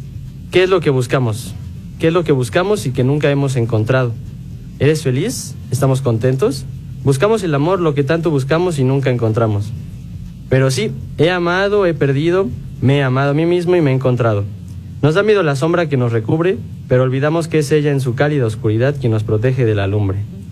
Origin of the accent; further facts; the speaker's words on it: State of Mexico, Mexico; now in Pachuca, Mexico; soy originario del Estado de México, pero radico en Pachuca.